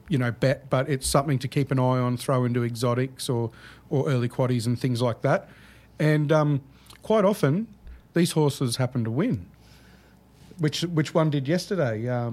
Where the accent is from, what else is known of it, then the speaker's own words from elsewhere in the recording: Brisbane, Queensland, Australia; Well, growing up in Brisbane, you know.